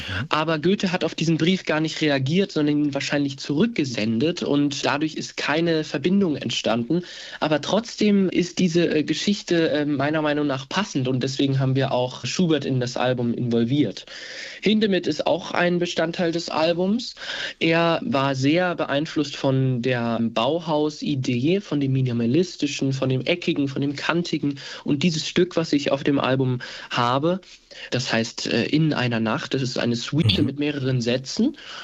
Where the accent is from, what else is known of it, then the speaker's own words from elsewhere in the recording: Weimar, Thuringia, Germany; Ich wurde in Weimar geboren